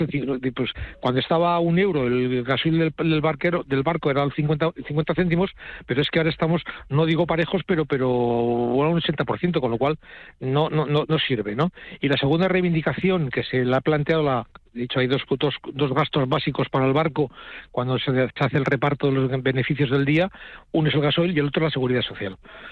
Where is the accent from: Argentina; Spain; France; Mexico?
Spain; Disculparme que hable en castellano, pero es que yo soy castellano parlante y sí.